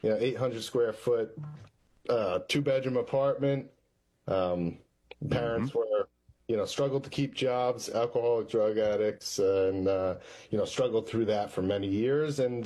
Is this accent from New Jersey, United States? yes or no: yes; Parsippany, New Jersey, United States; Yeah, I live in Mendham, New Jersey now, but grew up not too far from there, Parsippany, New Jersey.